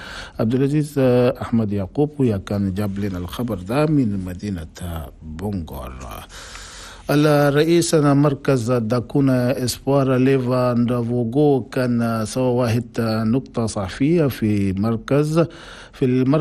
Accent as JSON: {"language": "Arabic", "country": "Chad", "said": "نظرا لانتشارنا مرة الكوليرا في وقتنا الأخير ده في بعض من المناطق هنا بلدنا تشاد"}